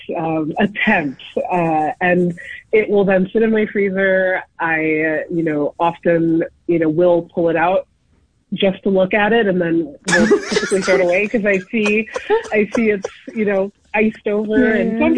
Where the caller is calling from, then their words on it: St. Paul, Minnesota, United States; I'm calling from St. Paul, Minnesota.